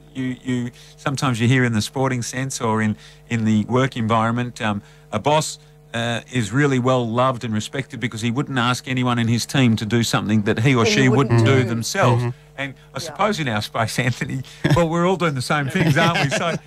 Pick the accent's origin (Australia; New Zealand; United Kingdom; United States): Australia; Perth, Western Australia; I caught them as a young man growing up in Florian, and they still go past where I live.